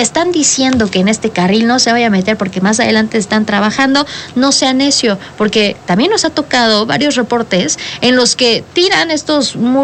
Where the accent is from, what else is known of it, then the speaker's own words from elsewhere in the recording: Puebla, Mexico; las diferentes zonas que ya como poblanos al menos conocemos